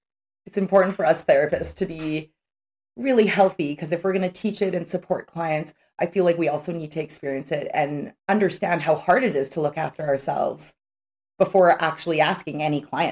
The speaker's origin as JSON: {"language": "English", "town": "North Vancouver", "region": "British Columbia", "country": "Canada", "tie": "born or raised there", "said": "So I grew up in North Vancouver"}